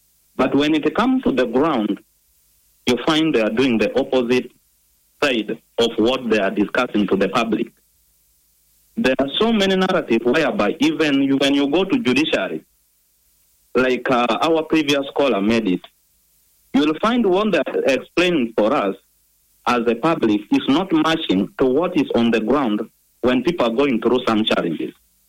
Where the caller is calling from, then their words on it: Matuga, Central Region, Uganda; from Matuga.